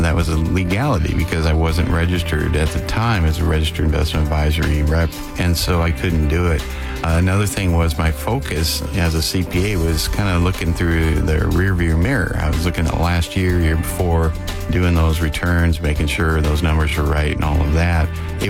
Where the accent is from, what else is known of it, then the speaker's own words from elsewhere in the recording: Washington, United States; I'm from Washington.